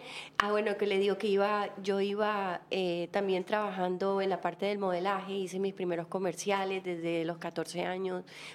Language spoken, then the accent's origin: Spanish; Barranquilla, Atlántico, Colombia; crecí en Barranquilla.